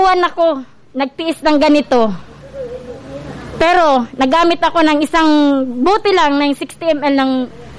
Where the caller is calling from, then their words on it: Bulan, Bicol Region, Philippines; ng Barangay Enroque, Bulan, Sorsogon po.